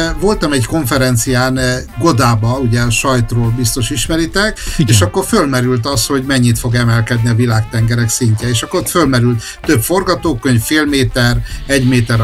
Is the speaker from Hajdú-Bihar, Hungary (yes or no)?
yes; Csökmő, Hajdú-Bihar, Hungary; moved away; én alföldi vagyok alapvetően, Bihari egészen pontosan, egy Csökmű nevű faluból származtam el, mert ugye se egyetem nem volt, se más, úgyhogy kénytelen voltam elköltözni